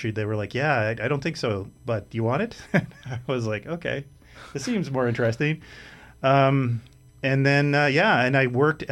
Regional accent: Saskatchewan, Canada; moved away as an adult; I grew up in Northern Saskatchewan in a small town by a lake

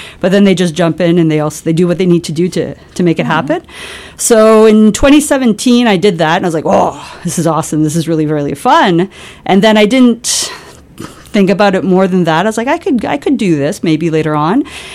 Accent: Saguenay, Quebec, Canada; I come from Saguenay, Quebec, where the Bagotville Air Force is.

